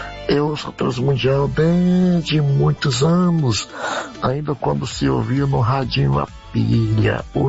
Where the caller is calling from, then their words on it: Olivedos, Paraíba, Brazil; Sou do estado da Paraíba, cidade de Olivedos.